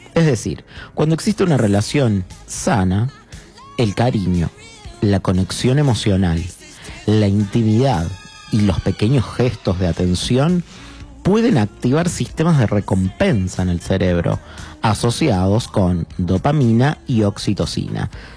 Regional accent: Buenos Aires, Argentina; born there; Nací en Buenos Aires, siempre lo digo, Capital Federal, que siempre hubo ahí como una pelea y conflicto entre Chilecito y Buenos Aires

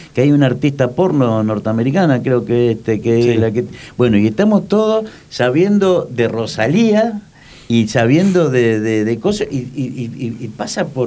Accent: Uruguay; now in Argentina; Somos de Uruguay, pero llegaron a la Argentina, en Venado Tuerto, donde finalmente falleció.

